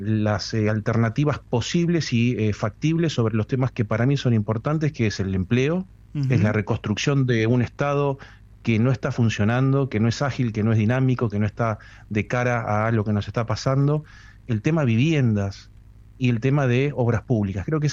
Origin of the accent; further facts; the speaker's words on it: Tierra del Fuego, Argentina; nos cruzan a todos como fueguinos y como argentinos